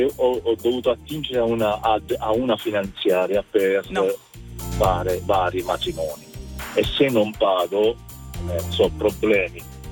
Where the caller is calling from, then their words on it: Campobasso, Molise, Italy; Allora, sono di Campobasso, Molise.